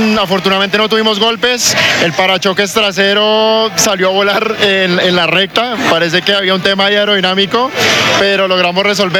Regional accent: Bogotá, Colombia; Así es, somos de Bogotá, todos los pilotos que venimos somos de Bogotá

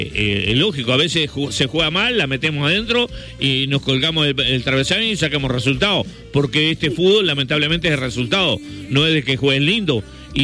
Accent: Uruguay

